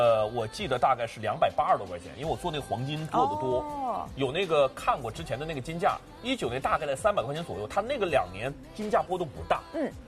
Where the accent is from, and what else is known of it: northern China, China